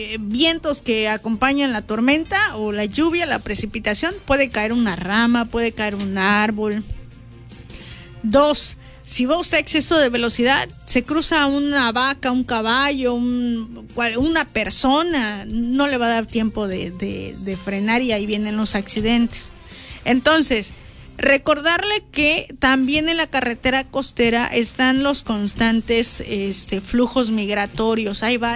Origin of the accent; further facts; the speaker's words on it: Mexico; así somos los mexicanos.